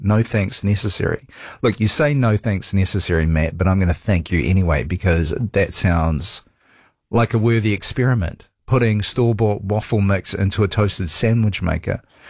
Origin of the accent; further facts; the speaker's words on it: New Zealand; I feel dirty as a New Zealander saying it